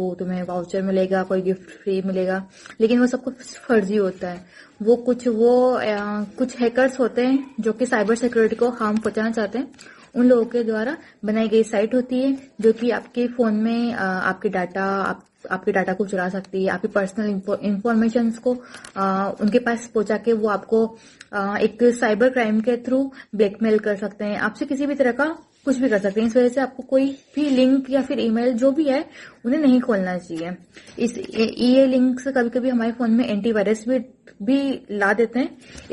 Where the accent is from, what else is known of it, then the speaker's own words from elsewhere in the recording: Rajasthan, India; मैं भवरगढ़ 12 राजस्थान से हूँ।